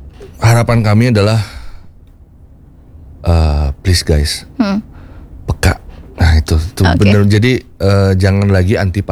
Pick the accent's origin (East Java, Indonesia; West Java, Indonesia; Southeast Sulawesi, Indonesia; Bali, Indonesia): Bali, Indonesia; kita orang Bali